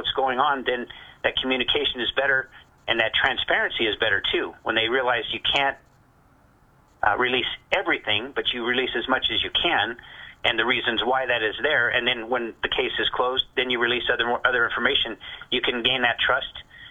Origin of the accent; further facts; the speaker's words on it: Doña Ana County, New Mexico, United States; I was born and raised here in Doña Ana County.